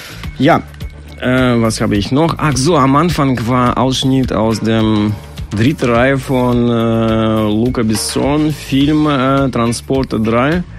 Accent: Russia; Aber ich komme aus Russland, deswegen kann ich widersprechen. Die Russen können doch lachen.

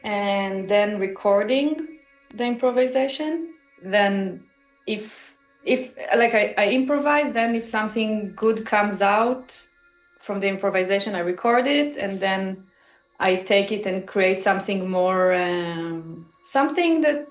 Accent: Israel; English is a second language; I was born and raised in Israel, to a Jewish family from originally from Eastern Europe, but there was no connection to that music.

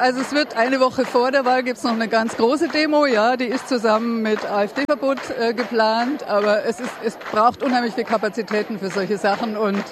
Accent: Halle, Saxony-Anhalt, Germany; die sehr deutlich als Hallenser zeigen, dass wir den Siegmund hier nicht haben wollen

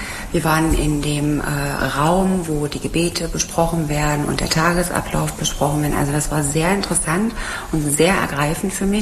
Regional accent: Magdeburg, Saxony-Anhalt, Germany; born there; weil ich bin in Magdeburg geboren

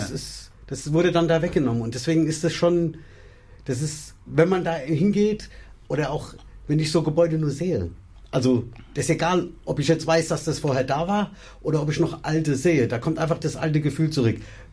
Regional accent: Frankfurt, Hesse, Germany; Und bei uns in Frankfurt, Hanau, Frankfurt ist ja 91 bis 93, haben die da alles langsam zugemacht.

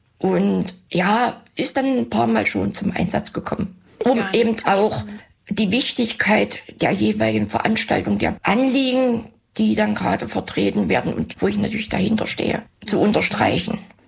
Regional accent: Saxony-Anhalt, Germany; born or raised there

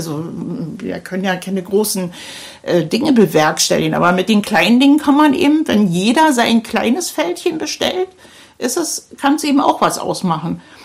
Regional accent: Berlin, Germany; wo ich so fasziniert bin als Berlinerin, weil in Berlin interessiert sich keiner für den anderen, der da nebenan wohnt.

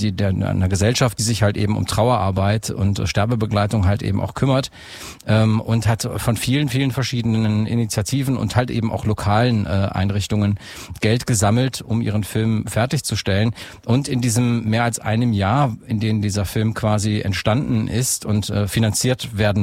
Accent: Aachen, North Rhine-Westphalia, Germany; born or raised there

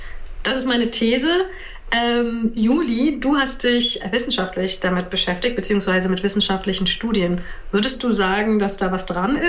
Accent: Saxony-Anhalt, Germany; Ich finde ja, ich komme aus der Kleinstadt, aber irgendwie vom Land und ich habe das Gefühl, Sachsen-Anhalt ist fast nur Land.

